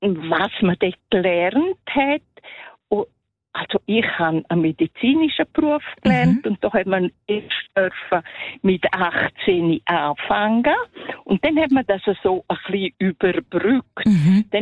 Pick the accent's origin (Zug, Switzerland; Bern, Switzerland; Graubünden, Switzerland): Graubünden, Switzerland; Also ich bin in Engadin aufgewachsen und da hat man zuerst in der Schule nur Romanisch, aber mein Vater hat Deutsch geredet und meine Mutter Romanisch